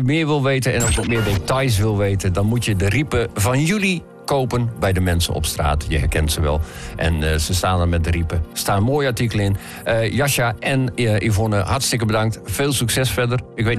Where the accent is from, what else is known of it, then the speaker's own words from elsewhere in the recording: Groningen, Netherlands; Hoe staan wij er allemaal als Groningers zeg maar tegenover?